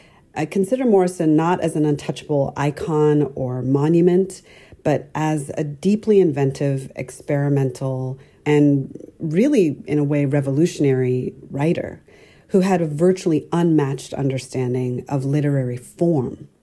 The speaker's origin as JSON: {"language": "English", "country": "Zambia", "moved": "yes", "lives_now": "United States", "said": "in my home country of Zambia"}